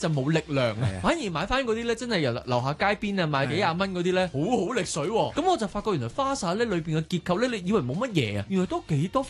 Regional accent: Hong Kong; 我哋香港人即係家家户户都係用緊花灑

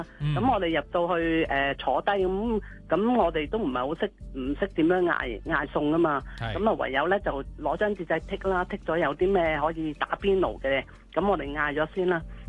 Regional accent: Hong Kong; 係啊，咁因為辣咧，始終我哋香港人食唔慣啊嘛。

